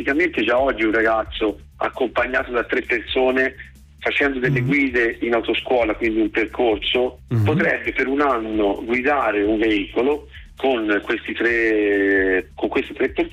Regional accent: Tuscany, Italy; sono toscano

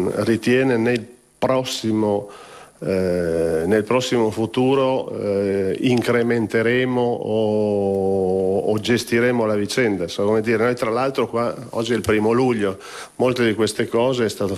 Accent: Trieste, Friuli-Venezia Giulia, Italy; io tra l'altro vengo da Trieste, quindi sono paesi che ho vicino e conosco

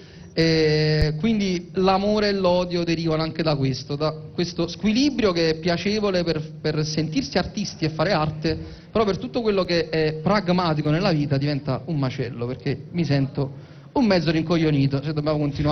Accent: Naples, Campania, Italy; accent: strong Neapolitan; c'ho una cadenza violenta napoletana

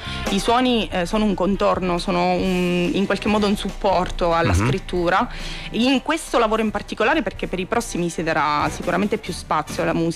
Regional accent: Acri, Calabria, Italy; moved away as an adult; now in Perugia, Italy; Sono di Acri, sì.

